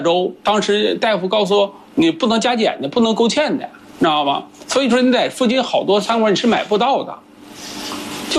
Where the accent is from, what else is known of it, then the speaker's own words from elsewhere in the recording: China; 哎，不是，我你进屋我就说了句话，咱们都是中国人。